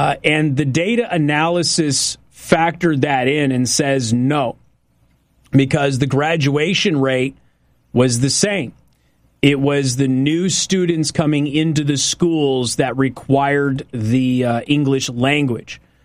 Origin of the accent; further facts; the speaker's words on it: Logansport, Indiana, United States; Casey, I grew up in Logansport.